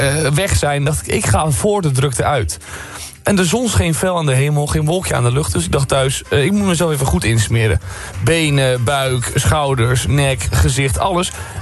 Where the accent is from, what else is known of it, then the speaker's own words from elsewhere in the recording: Zeeland, Netherlands; moved away; Ik kom oorspronkelijk uit Zeeland